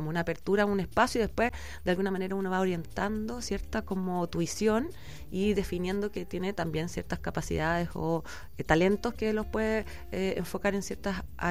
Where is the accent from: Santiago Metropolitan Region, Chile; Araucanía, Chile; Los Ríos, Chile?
Santiago Metropolitan Region, Chile; Melipilla; now in Viña del Mar, Chile; Yo soy de Melipilla, del campo.